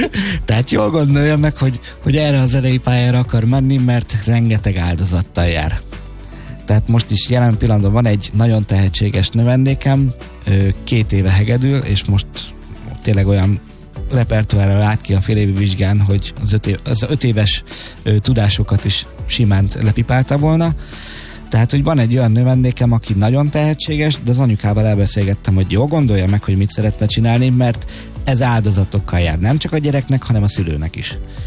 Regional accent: Hungary; én büszke vagyok arra, hogy magyar vagyok

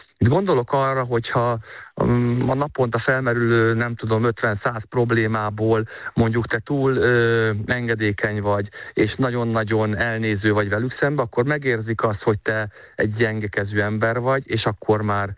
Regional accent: Hungary; moved away; egy kis magyar gyerekként azért a magyar bajnokságból elindulva

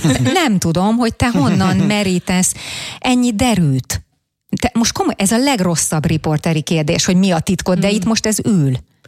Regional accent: Jászfelsőszentgyörgy, Jász-Nagykun-Szolnok, Hungary; born there; az Én falum Jászfelsőszentgyörgy

